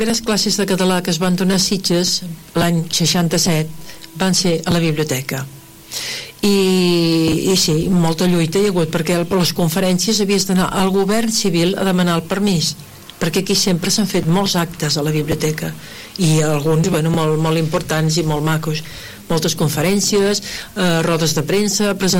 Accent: Guantánamo, Cuba; jo, com ja sabeu, vaig néixer a Cuba. El meu pare era un dels sitjatans que tant generaven en aquella època a Cuba. I vaig néixer a Guantánamo i el pare era el responsable d'un ingeni de sucre. I allà doncs vaig passar la primera infantesa

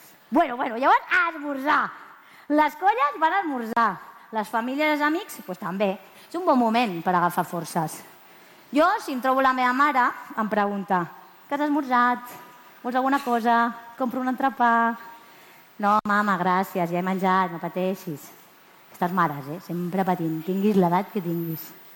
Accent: Sitges, Catalonia, Spain; born there

